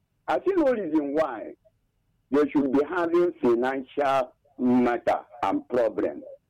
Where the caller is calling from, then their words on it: Isoko, Delta, Nigeria; I'm calling from Isoko.